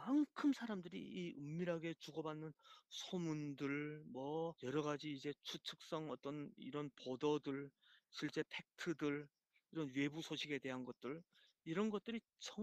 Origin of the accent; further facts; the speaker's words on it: North Korea; now in South Korea; 저는 북한 땅에 이제 여기 교보문고 있지 않습니까? 대형 서점을 북한